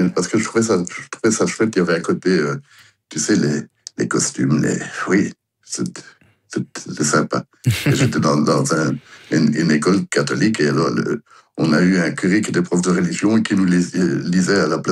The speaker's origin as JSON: {"language": "French", "country": "Belgium", "said": "pour moi, je suis belge."}